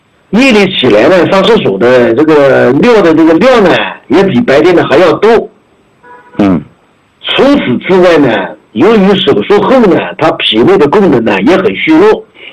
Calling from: Ma'anshan, Anhui, China; 我是来自安徽马鞍山的，

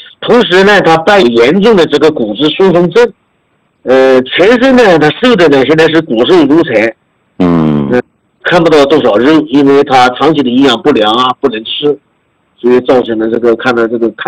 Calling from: Ma'anshan, Anhui, China; 我呢是来自安徽省马鞍山市的一名学员。

